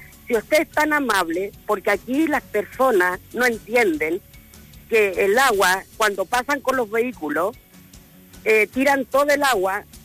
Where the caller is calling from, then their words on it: Chile; Lo llamo de acá del sector de La Chimba.